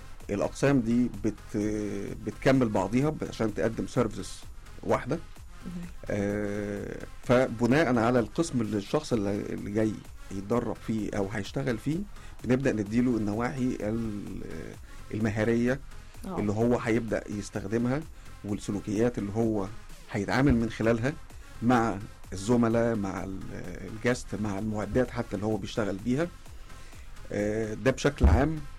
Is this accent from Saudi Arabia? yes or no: no; Egypt; احنا كشعب مصري متميزين بالترحاب للضيوف